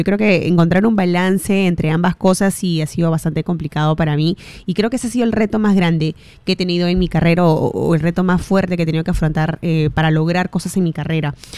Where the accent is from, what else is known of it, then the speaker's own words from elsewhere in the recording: Callao, Peru; yo soy del Callao.